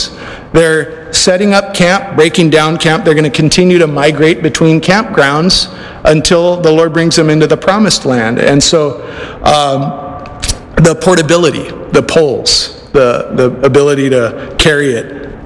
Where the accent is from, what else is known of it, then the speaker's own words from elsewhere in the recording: North Shore, Hawaii, United States; growing up on the North Shore, I spent a lot of time actually on ranches out there. My parents' old friends lived on ranches in Mokulia area and stuff